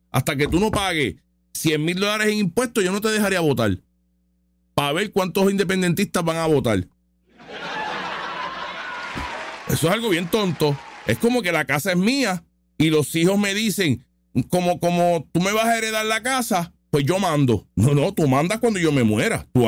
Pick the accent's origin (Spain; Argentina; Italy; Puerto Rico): Puerto Rico